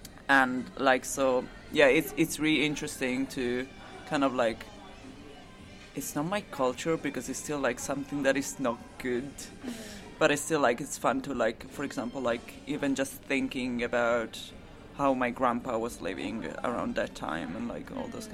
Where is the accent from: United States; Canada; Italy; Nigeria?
Italy; I'm from Italy and my father's family is from Naples